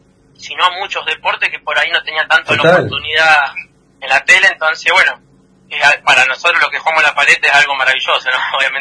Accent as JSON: {"language": "Spanish", "town": "Concepción del Uruguay", "region": "Entre Ríos", "country": "Argentina", "tie": "born there", "said": "Yo tengo 27 años, sí, cumplí hace poquito, el 4 de junio. Soy de Concepción del Uruguay, Entre Ríos. Nací ahí, ¿no? Tengo toda mi familia ahí."}